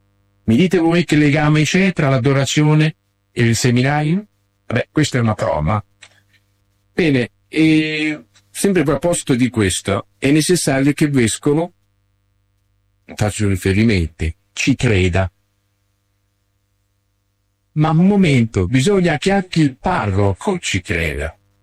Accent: Bologna, Emilia-Romagna, Italy; Siccome sono bolognese, mi picco di dire che c'è qualcosa di buono anche a Bologna.

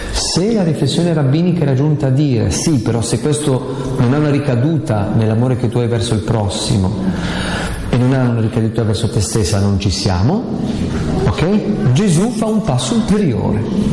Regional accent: Aosta Valley, Italy; chi viene in vacanza in Valle d'Aosta conosce bene: dalle mie parti non manca l'acqua, c'è acqua ovunque

